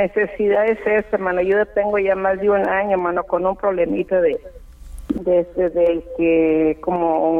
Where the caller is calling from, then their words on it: Guadalupe, Nuevo León, Mexico; De aquí, de Guadalupe